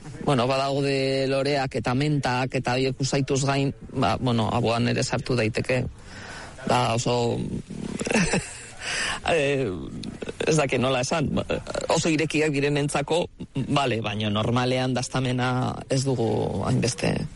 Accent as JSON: {"language": "Basque", "town": "Astigarraga", "region": "Basque Country", "country": "Spain", "tie": "born or raised there", "said": "Ni txikitan pentsatzen badet, ba nere oroitzapena beti daude Astigarragakoa naiz, Antillo Mendin, da belarretan, eta nola etxeak egiten genituen, eta, osea, nere haurtzaroa natura da."}